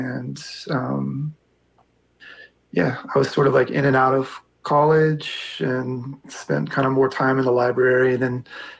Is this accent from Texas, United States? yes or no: no; Valley Falls, Kansas, United States; I was born in a town called Valley Falls, Kansas. And my grandparents raised Arabian stallions there.